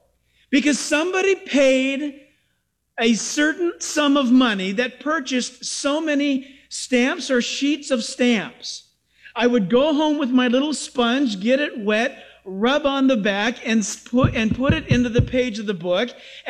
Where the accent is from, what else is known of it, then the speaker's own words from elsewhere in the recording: San Diego, California, United States; also born or lived in Orange County, United States; growing up in San Diego and then in Orange County.